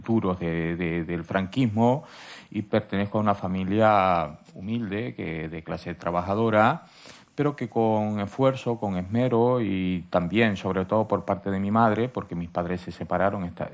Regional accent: La Palma, Canary Islands, Spain; moved away as an adult; now in Tenerife, Spain; yo nací en La Palma, ¿no? Y soy de La Palma. Y La Palma, en aquella época en que yo nací, que fue en el año 65, yo tengo 54 años ahora, era una isla

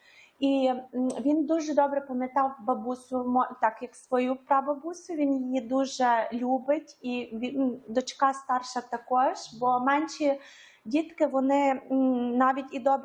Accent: Monastyryska, Ternopil Oblast, Ukraine; moved away; Я родом з України, пишаюся цим, з Монастириська, Тернопільська область, невеличке містечко, але я люблю його.

